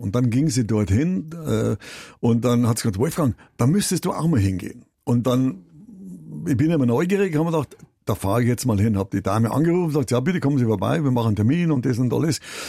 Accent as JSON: {"language": "German", "region": "Bavaria", "country": "Germany", "tie": "born there", "said": "Das geht nicht, sag ich, ich bin hier in Bayern geboren, ich liebe meinen Glauben, ich liebe diese Kultur und alles hier und her"}